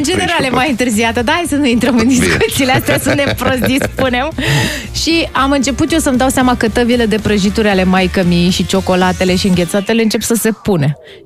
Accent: Zărnești, Brașov County, Romania; la mine în Zărnești, când eram copil

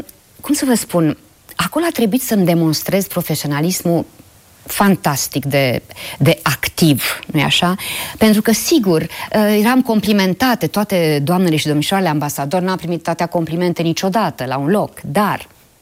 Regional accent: Transylvania, Romania; preceptul consacrat la noi acasă în Ardeal: fă rai din ce ai.

